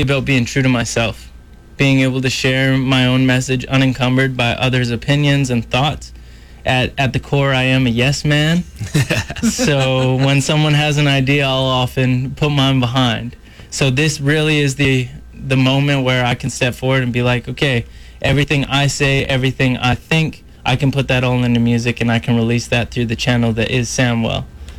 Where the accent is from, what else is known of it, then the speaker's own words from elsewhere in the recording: Kelowna, British Columbia, Canada; growing up in Kelowna with kind of a laid back lake lifestyle